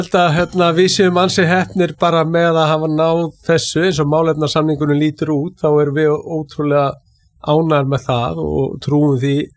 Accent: Keflavík, Southern Peninsula, Iceland

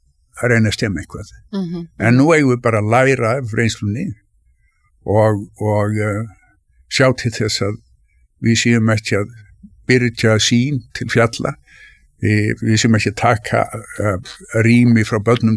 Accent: Reykjavík, Capital Region, Iceland; born or raised there

